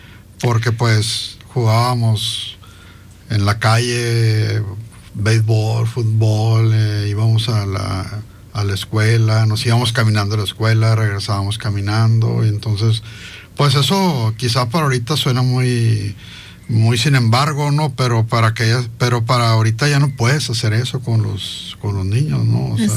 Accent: Hermosillo, Sonora, Mexico; born there; Bueno, yo nací en la Leonardo Colosio Juárez, en la que era la Clínica del Noroeste.

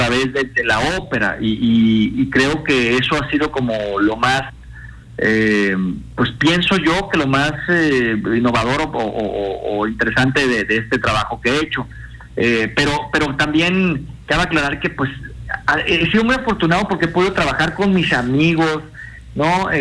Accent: Sonora, Mexico; siendo sonorenses, pues merecemos esa representación en el lugar más alto del mundo del teatro musical, que es Broadway.

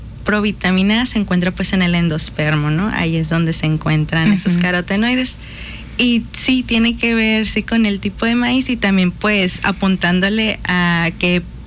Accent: Mexico; y hablando de nosotros como mexicanos, porque es parte de nuestra identidad.

